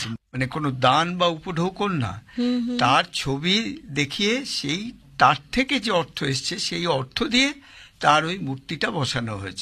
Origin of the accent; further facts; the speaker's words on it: Baharampur, West Bengal, India; আমরাই ছোটবেলায় আমি তো বহরমপুরে থাকতাম